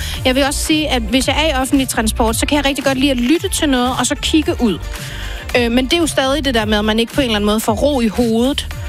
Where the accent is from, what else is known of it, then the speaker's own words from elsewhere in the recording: Funen, Region of Southern Denmark, Denmark; moved away; Jeg kommer fra Fyn